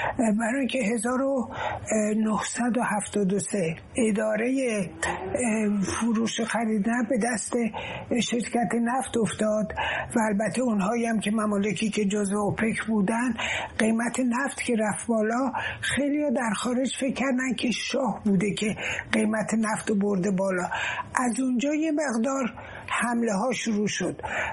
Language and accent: Persian; Iran; moved away; مهمتر از برگشتن من به ایران، واقعا دیگه چند روز دیگه میشه 84 سالم